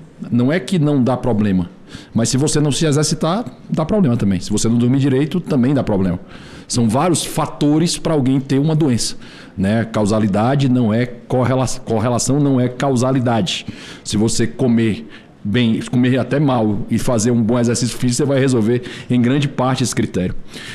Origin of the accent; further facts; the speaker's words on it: Ceará, Brazil; Eu sou cearense